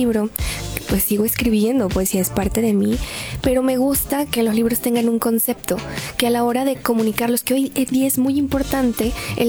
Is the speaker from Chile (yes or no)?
no; Mexico; soy escritora mexicana